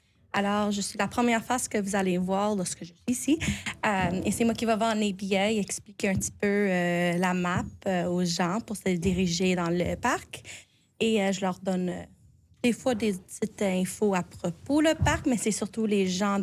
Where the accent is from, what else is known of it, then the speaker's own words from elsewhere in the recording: Quebec, Canada; accent: Acadian; moved away as an adult; now in New Brunswick, Canada; Je suis originaire des cantons de l'Est de Québec. Ça fait plusieurs années que je vis au Nouveau-Brunswick. Alors, vous pouvez attendre mon petit accent acadien. Mais les maisons en pierre où que moi, j'ai été élevée, c'était très normal.